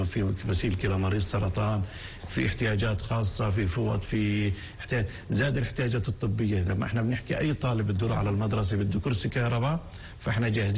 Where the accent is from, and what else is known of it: Palestine